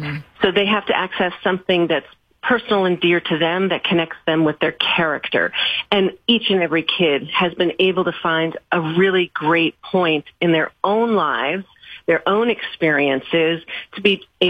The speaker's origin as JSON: {"language": "English", "region": "New York", "country": "United States", "said": "Plus, I'm from New York. So I really, you know, I'm magnetized to that type of area and those stories"}